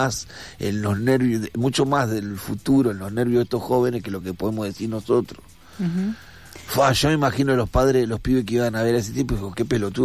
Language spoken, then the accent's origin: Spanish; Argentina